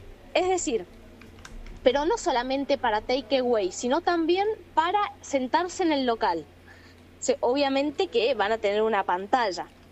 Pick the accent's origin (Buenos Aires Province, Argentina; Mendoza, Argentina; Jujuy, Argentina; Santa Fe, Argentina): Mendoza, Argentina; Godoy Cruz; Soy Godoy Cruceña... sí, por siempre.